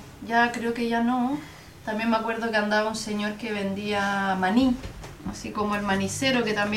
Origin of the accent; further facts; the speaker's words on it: Peñaflor, Santiago Metropolitan Region, Chile; born there; moved away; yo nací en Peñaflor, en la región metropolitana, cerca de Santiago.